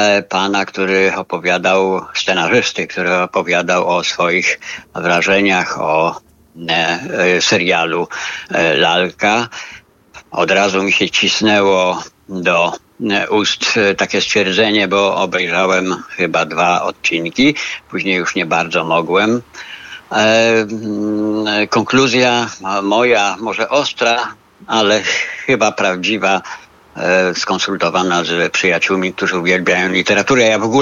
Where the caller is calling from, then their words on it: Warsaw, Masovian Voivodeship, Poland; Z Warszawy